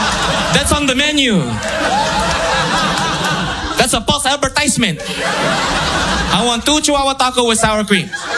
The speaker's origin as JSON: {"language": "English", "country": "Philippines", "said": "I'm Filipino."}